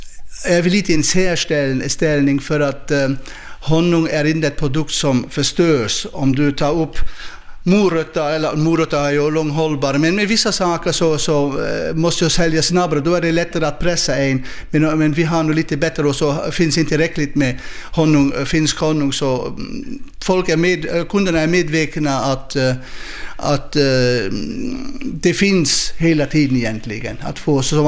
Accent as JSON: {"language": "Swedish", "country": "Luxembourg", "moved": "as an adult", "lives_now": "Överpurmo, Finland", "said": "Och vi flyttade hit 2001 för att kunna börja med egentligen med yrkesbiodling. Jag är här från Luxemburg"}